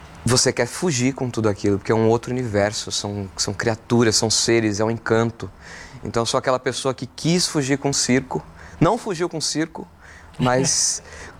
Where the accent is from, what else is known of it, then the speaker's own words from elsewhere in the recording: São Paulo, Brazil; Eu sou do Campo Limpo, Santo Amaro.